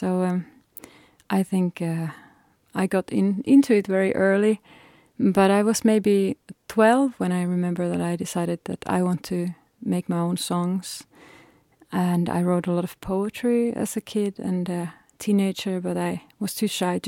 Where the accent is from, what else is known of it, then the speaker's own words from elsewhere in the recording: Finland; now in Denmark; I'm from Finland originally and I live in Denmark